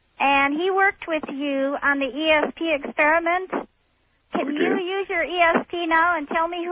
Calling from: Pioche, Nevada, United States; from Pioche, Nevada.

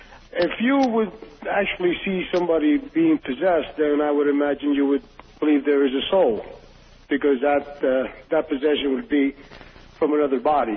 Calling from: Hollywood, Florida, United States; from Hollywood, Florida.

